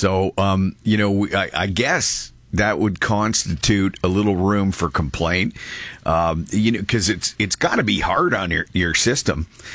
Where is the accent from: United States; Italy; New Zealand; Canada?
Canada; I do make the conversion because I think people are, you know, we're still like Canadians are doing both of those things.